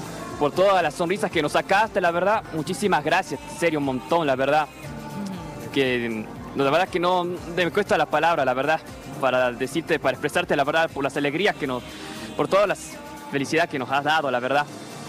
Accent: Pozo del Tigre, Formosa, Argentina; Yo soy del Pozo del Tigre.

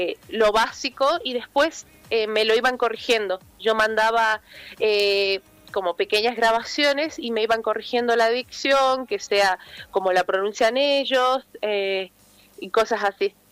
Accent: Jujuy, Argentina; moved away as an adult; now in Buenos Aires, Argentina; Sí, soy de acá. Bueno. Estoy estudiando en Buenos Aires porque estudio en el Instituto del Colón.

